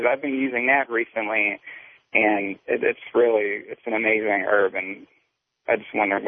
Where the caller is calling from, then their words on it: Pittsburgh, Pennsylvania, United States; I'm calling from Pittsburgh.